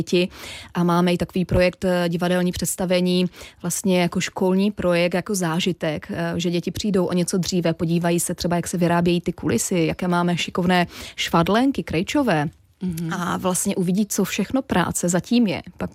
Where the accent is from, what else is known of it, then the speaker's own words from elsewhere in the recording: Stanislovice, Moravian-Silesian Region, Czechia; now in Těrlicko, Czechia; jsem jako původem ze Stanislavic u Českého Těšína